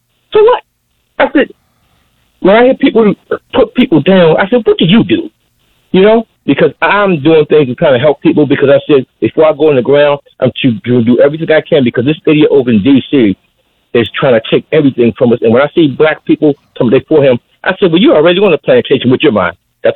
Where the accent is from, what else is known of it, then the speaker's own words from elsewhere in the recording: Baltimore, Maryland, United States; When I grew up in Baltimore, I'm 7 years of age. Baltimore used to be a beautiful town.